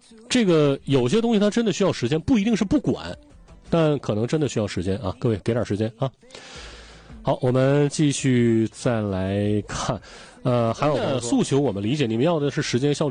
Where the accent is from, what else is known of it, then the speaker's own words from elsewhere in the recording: Anshan, Liaoning, China; moved away; 我的老家是鞍山